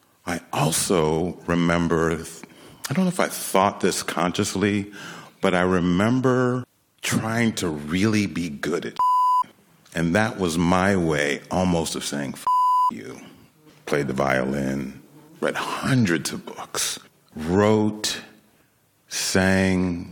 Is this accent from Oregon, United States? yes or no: no; Rochester, New York, United States; Born and raised in Rochester, New York.